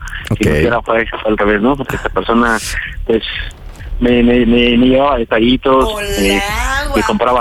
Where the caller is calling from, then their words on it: Naucalpan, State of Mexico, Mexico; Estamos aquí de Naucalpan, tengo 37.